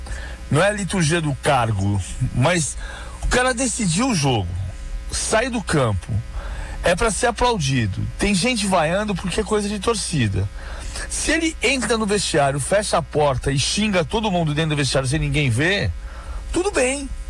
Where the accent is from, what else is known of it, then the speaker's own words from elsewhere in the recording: São Paulo, Brazil; Ah, eu falo Vasco porque eu sou paulista, mas eu acho que...